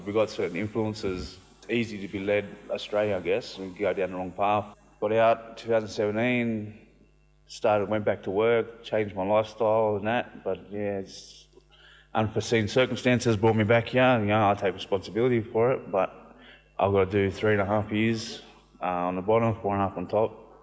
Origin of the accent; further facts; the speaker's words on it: Miller, New South Wales, Australia; I'm from Miller, 2168, Dungutty man.